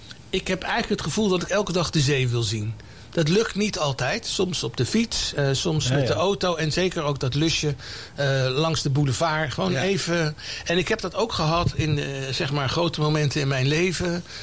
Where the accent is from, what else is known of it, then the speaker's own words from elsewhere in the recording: The Hague, South Holland, Netherlands; born there; ik ben in het Statenkwartier geboren.